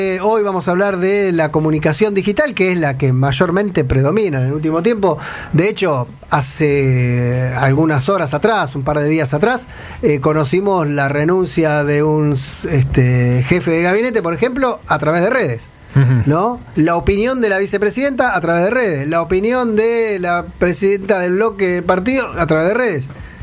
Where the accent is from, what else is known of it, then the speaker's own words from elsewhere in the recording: Paraguay; Sí, somos todos paraguayos desde chiquititos.